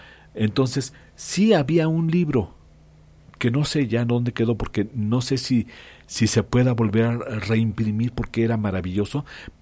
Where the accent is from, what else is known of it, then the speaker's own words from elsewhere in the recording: Fresnillo, Zacatecas, Mexico; los fresnillenses somos los argentinos de Zacatecas.